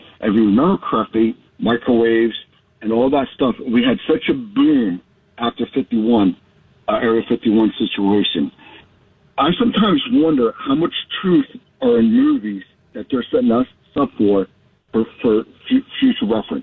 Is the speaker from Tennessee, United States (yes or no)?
no; New Jersey, United States; I drive mostly up in New York is where I'm at right now, but I'm from New Jersey.